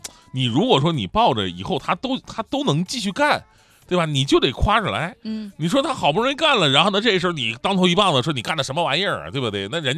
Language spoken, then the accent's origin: Chinese; Northeast China, China; 我们东北人在面对台风的时候呢，依然会有东北人的那种松弛感